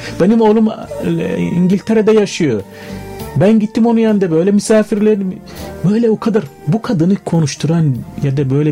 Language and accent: Turkish; Sudan; Turkish is a second language; moved away as an adult; now in Turkey; Biz Sudanlıyız